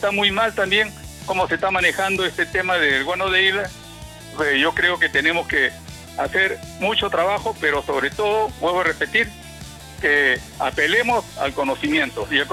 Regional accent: Peru; now in Chimbote, Peru; todos somos peruanos

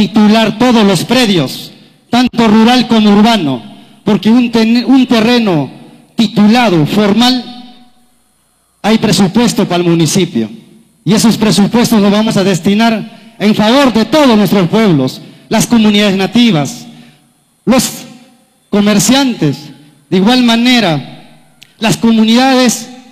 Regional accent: José Carlos Mariátegui, Junín, Peru; born there; He nacido en José Carlos Mariátegui. Más de 45 años mi pueblo no tiene agua, no tiene desagüe.

